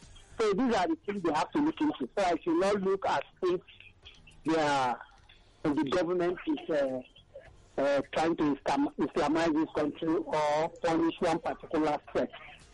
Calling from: Abuja, Federal Capital Territory, Nigeria; I'm calling from Abuja.

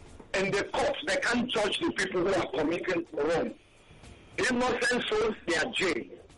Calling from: Delta, Nigeria; I'm from Delta State

